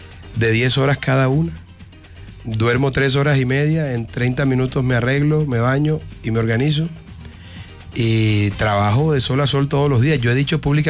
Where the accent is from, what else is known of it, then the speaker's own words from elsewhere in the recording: Caribbean coast, Colombia; que lo haga esta vez un costeño.